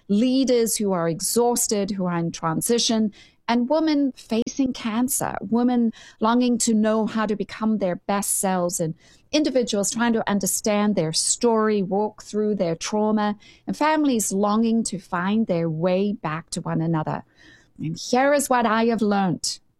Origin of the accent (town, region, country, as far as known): South Africa; born or raised there